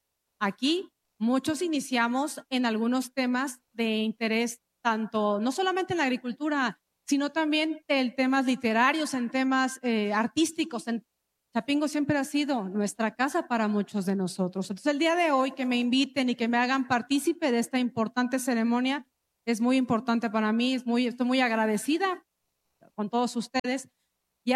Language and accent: Spanish; Mexico